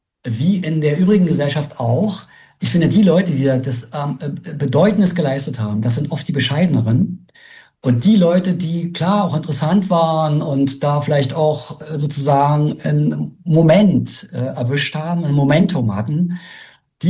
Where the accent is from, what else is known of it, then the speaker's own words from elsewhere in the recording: Berlin, Germany; dass ich als Berliner, wie viele andere, auch ziemlich arrogant war, was den Rest der Republik betraf.